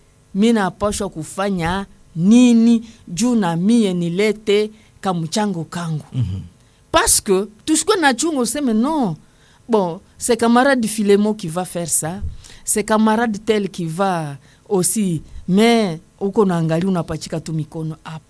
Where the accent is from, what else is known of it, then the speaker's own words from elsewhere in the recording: Kivu, DR Congo; Nous sommes Congolais, nous sommes des Kivusiens.